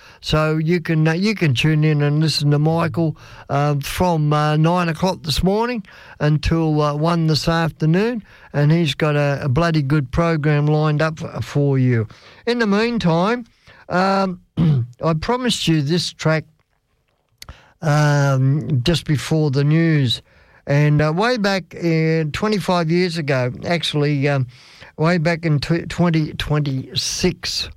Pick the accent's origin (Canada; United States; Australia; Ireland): Australia; because I am an Australian. I was born and bred in the place, excepting for about 2 or 3 years when I was over in the US of A. And in Malaysia and in China, Japan and in Thailand.